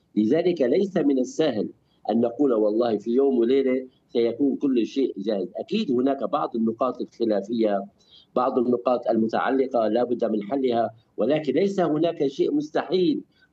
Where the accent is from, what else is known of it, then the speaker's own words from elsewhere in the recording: Syria; وأنا قلت في أكثر من حلقة سابقة بأنني أنا مواطن كردي سوري، أنا أستظل بالدولة السورية، وهذا وهذا شرف لي أن أكون ضمن الدولة السورية